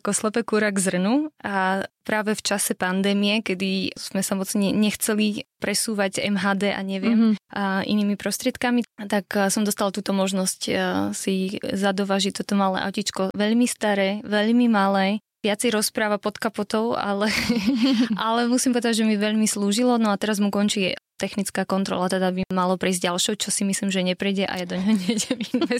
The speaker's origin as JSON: {"language": "Slovak", "town": "Miloslavov", "region": "Bratislava Region", "country": "Slovakia", "tie": "born or raised there", "lives_now": "Bratislava, Slovakia", "said": "Pochádzam z Bratislavy a okolia, takže vyrastala som pri Bratislave v dedinke Miloslavov Alžbetín dvor, ale už teda dlhšie žijem v Bratislave a tak viac menej pendlujem, lebo rodičov stále tam mám a je to blízko."}